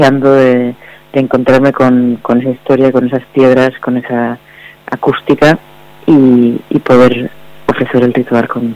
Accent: Navarre, Spain; yo soy originalmente de Navarra, pero sí, es verdad que mi familia también es alavesa

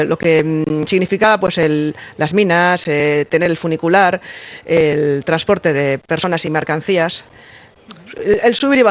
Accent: Trapagaran, Basque Country, Spain; es mi pueblo

